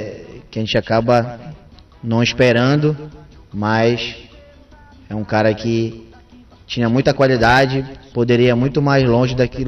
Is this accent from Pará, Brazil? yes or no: yes; Pará, Brazil; A gente cresceu, né, no Guamá e provavelmente em outros lugares também, que hoje eu vivo.